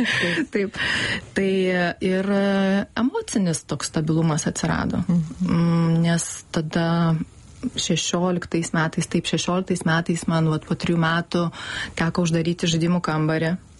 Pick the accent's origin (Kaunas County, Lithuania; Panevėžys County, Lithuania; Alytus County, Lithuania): Panevėžys County, Lithuania; Panevėžys; Taip, aš iš Panevėžio.